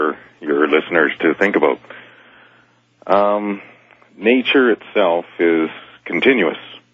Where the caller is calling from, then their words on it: Calgary, Alberta, Canada; I'm in Calgary, Alberta.